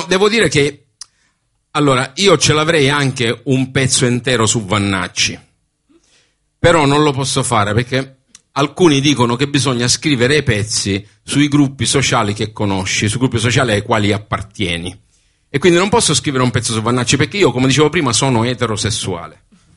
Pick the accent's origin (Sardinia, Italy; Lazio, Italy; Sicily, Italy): Sicily, Italy; ho 59 anni, vengo dalla provincia di Siracusa, quindi sono... Un vecchio di merda. Sono anche siciliano.